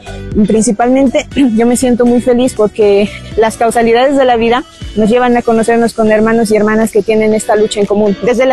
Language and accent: Spanish; La Paz, Bolivia; Yo soy hija de padres aymaras, vengo de Bolivia, de La Paz.